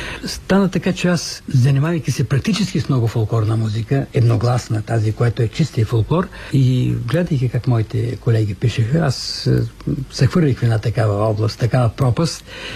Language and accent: Bulgarian; Harmanli, Haskovo Province, Bulgaria; moved away; Моето семейство, моята къща, която беше в родния ми град Харманли, беше една малка музикална академия.